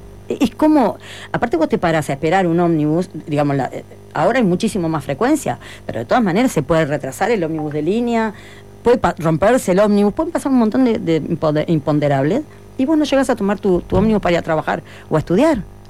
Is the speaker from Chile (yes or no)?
no; Uruguay; Yo soy uruguaya, sé cómo funcionan las cosas acá.